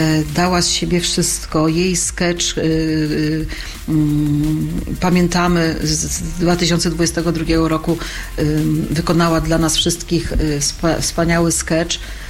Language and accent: Polish; Warmian-Masurian Voivodeship, Poland; a u nas na Mazurach właśnie palinocką.